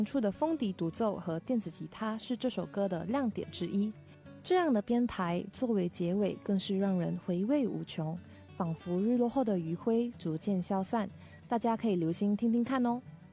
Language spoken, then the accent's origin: Chinese; Malaysia; now in China; 我是来自暨南大学的马来西亚留学生